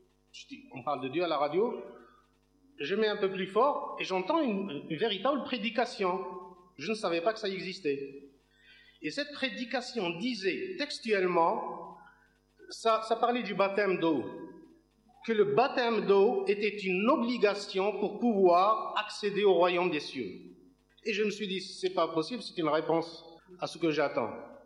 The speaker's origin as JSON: {"language": "French", "country": "Algeria", "tie": "born there", "said": "Je suis né en Algérie, dans une famille arabo-islamique qui ne m'a jamais obligé à me diriger vers l'islam."}